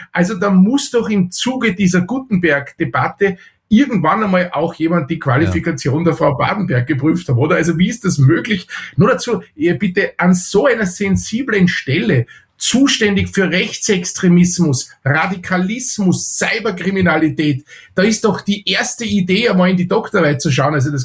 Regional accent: Austria; ich bin Österreicher

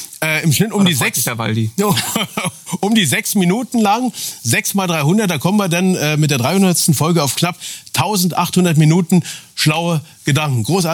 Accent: Berlin, Germany; Ich bin ja auch geborener Berliner.

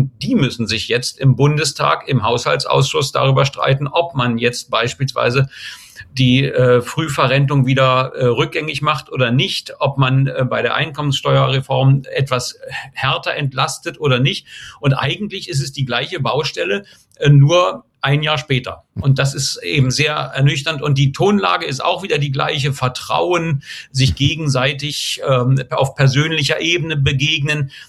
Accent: Berlin, Germany; Ich bin in Köpenick aufgewachsen. Das ist gleich nebenan.

